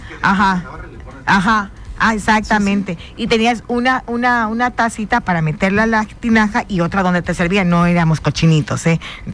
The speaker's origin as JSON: {"language": "Spanish", "region": "Veracruz", "country": "Mexico", "said": "y de rancho, según él, yo soy de Veracruz allá."}